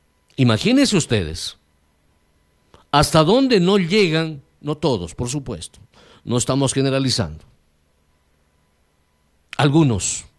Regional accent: Macas, Morona Santiago, Ecuador; los que somos de Macas

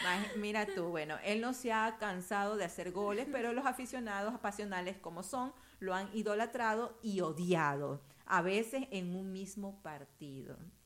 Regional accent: Ecuador; yo sí, como ecuatoriana

